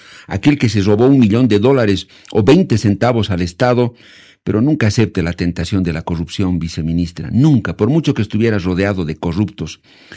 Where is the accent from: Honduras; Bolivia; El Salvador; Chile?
Bolivia